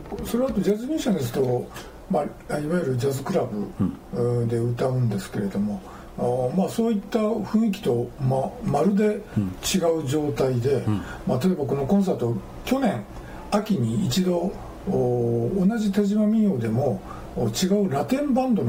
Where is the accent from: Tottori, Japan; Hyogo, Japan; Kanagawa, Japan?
Hyogo, Japan; Toyooka; moved away as an adult; also born or lived in Tokyo / Okinawa; now in Kobe, Japan; そうですね、生まれも育ちも豊岡、はい、高校まで、